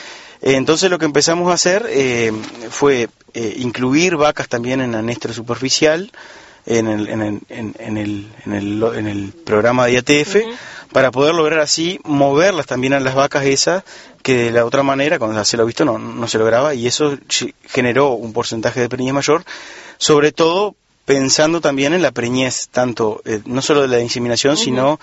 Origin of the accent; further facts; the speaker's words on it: Paso de los Toros, Tacuarembó, Uruguay; moved away as an adult; Vos sabés que yo soy de Paso de los Toros